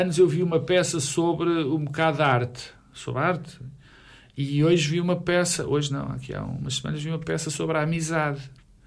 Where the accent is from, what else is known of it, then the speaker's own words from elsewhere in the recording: Porto, Norte, Portugal; born there; also born or lived in Lisbon / Vieira do Minho; eu sou filho, neto, bisneto e trineto de minhotos. Eu nasci no Porto, sou um alfacinha... Mas a minha carga genética é toda minhota.